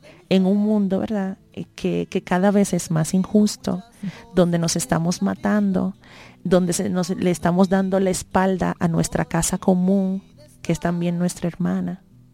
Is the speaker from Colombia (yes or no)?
yes; Colombia; que nosotros como colombianos, aunque no me han dado la cédula